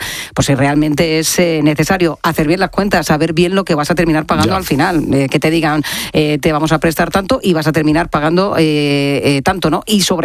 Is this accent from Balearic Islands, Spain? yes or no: no; Jumilla, Region of Murcia, Spain; desde mi tierra querida, desde Murcia, en Jumilla